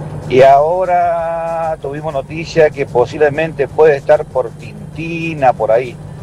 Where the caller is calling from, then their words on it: San Bernardo, Chaco, Argentina; Nosotros somos de Colonia Domingo Mateu, lote 5, de ahí somos nosotros.